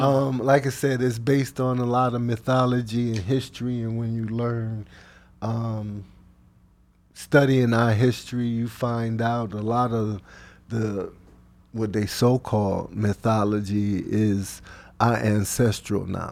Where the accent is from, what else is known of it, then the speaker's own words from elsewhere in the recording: Rochester, New York, United States; I was raised in Van Acker projects.